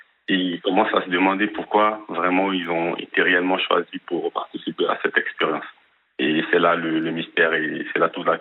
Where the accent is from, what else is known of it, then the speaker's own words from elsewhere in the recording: Côte d’Ivoire; parce que moi je viens de Côte d'Ivoire. Moi, j'ai grandi dans une ville où il n'y avait pas de cinéma.